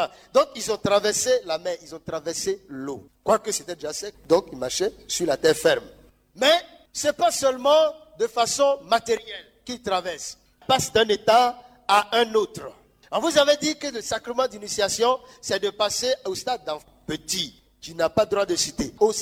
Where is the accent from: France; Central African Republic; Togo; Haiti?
Central African Republic; chez nous en Centrafrique, on appelle ça Kinda Gozo.